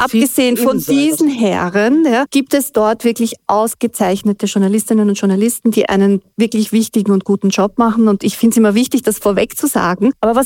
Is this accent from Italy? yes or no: no; Austria; born there; Also ich bin ja in Österreich geboren, aber meine Eltern nicht.